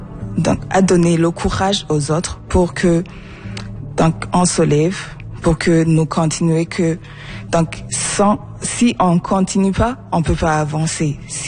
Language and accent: French; Burundi; now in Sudbury, Canada; Je suis burundaise.